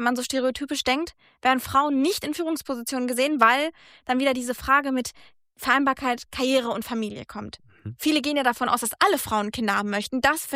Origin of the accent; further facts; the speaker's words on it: Germany; Und ich habe Deutschland immer als ein Land, es ist ja auch mein Heimatland, ja, und ich nehme Deutschland immer als ein Land wahr